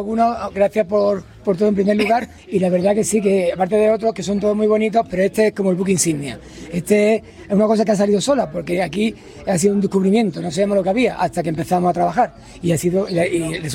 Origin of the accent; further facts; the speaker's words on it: Alhama, Andalusia, Spain; also born or lived in Granada; yo soy de Alhama, nací en Alhama, aunque he tenido varias etapas de mi vida que he estado en Granada con una tienda de moda, pero siempre he vuelto aquí.